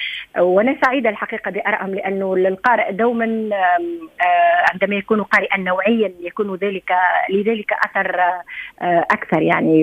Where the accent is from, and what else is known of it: Tunisia